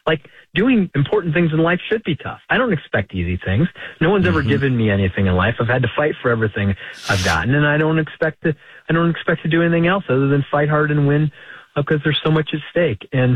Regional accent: Ohio, United States; also born or lived in Detroit; But look, I'm an Ohio guy, even though I was born in Detroit, Michigan. I started out life in a foster home there, was blessed to be adopted and grew up in rural Ohio

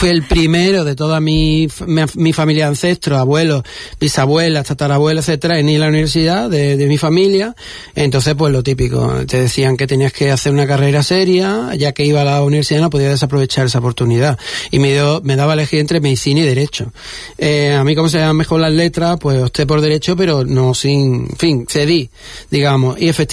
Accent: Málaga, Andalusia, Spain; also born or lived in Torremolinos; Yo soy de la carretera de Cádiz, yo me crié en los bloques de Ardira, enfrente de la, bueno, pues la, al lado de la Barriada de la Luz, está justo en la antesala, digamos, la Barriada de la Luz, o sea, un barrio obrero, y acabé en Torremolino

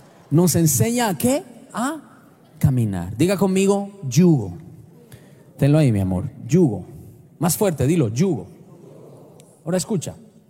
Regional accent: Colombia; born there; de donde yo nací por allá, de los campos de Colombia

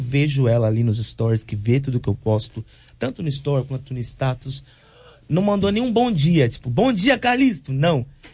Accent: São Paulo, Brazil; Eu sou paulista, moro em São Paulo, não moro aqui no Rio.

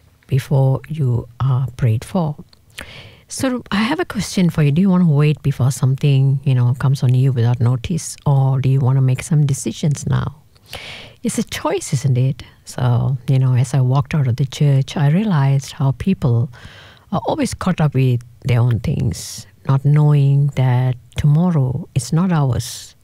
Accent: Malaysia; You know, because I'm from Malaysia, right?

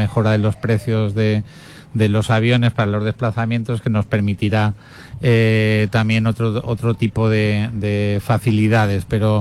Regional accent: Galicia, Spain; born there; now in Almería, Spain; Yo, que soy gallego de nacimiento y ahora me han acogido aquí.

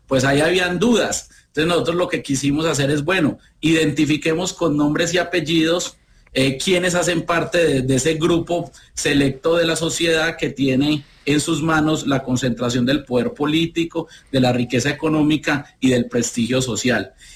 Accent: Colombia

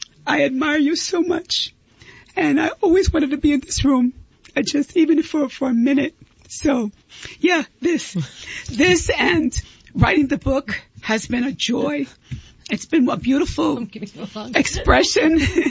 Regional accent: Bronx, New York, United States; much fun growing up in the Bronx.

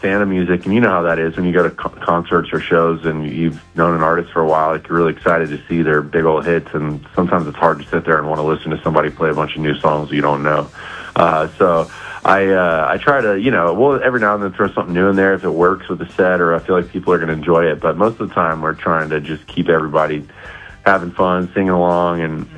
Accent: Florida, United States; I grew up in Florida, so I'm actually, you know, that's kind of my, grew up on the beach

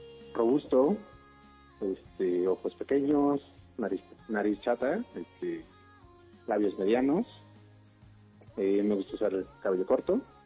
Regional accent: Naucalpan, State of Mexico, Mexico; Soy de Naucalpan.

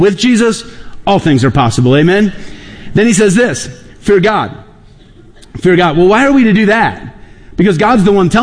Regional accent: United States; Because I'm an American and I'm an individual

